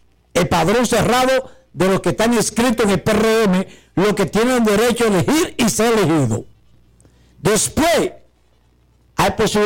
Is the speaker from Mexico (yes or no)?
no; Dominican Republic